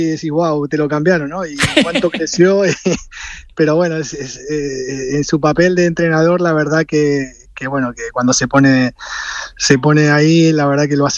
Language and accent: Spanish; Argentina; como argentinos a nosotros nos ilusiona muchísimo.